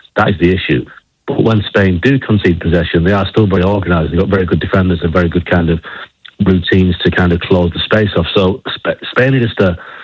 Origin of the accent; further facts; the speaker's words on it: England, United Kingdom; speaking as an Englishman